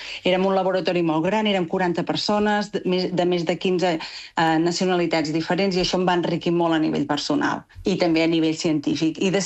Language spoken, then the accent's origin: Catalan; Olot, Catalonia, Spain; moved away as an adult; now in Lisbon, Portugal; Fa concretament 6 anys ara que estic a Lisboa. Sí, sóc d'Olot.